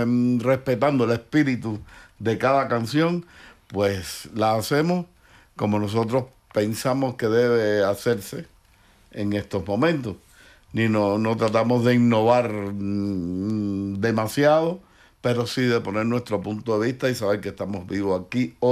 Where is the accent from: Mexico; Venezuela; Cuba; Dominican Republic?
Cuba; now in Spain; el resto somos cubanos que vivimos aquí